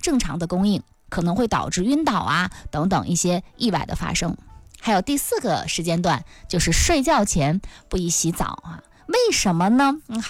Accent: Northeast China, China; 尤其是我们东北人哈，从小到大都是搓澡的

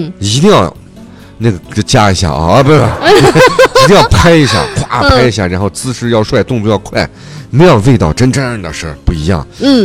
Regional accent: Xinjiang, China; 咱们新疆人

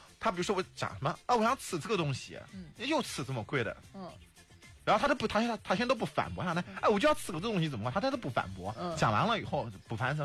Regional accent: China; 我们中国人早都有了

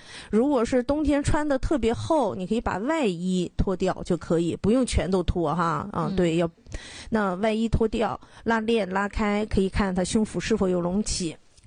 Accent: Dalian, Liaoning, China; accent: Dalian; 用咱们大连话叫心口窝了。

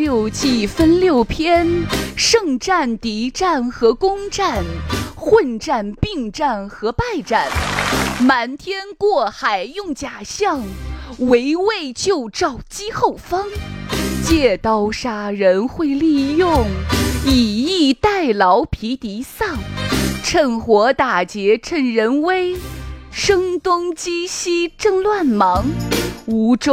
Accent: Shaanxi, China; 很多人他不会跟陌生人攀谈，我们陕西人会

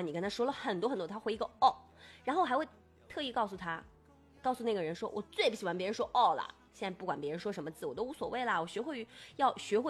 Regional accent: Nanchang, Jiangxi, China; accent: Nanchang dialect; 还是咱们南昌话凝练

